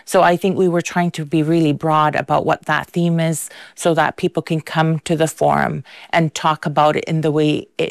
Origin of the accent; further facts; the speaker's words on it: the Arctic, Canada; So I'm an Inuk from the Arctic, from the Canadian Arctic.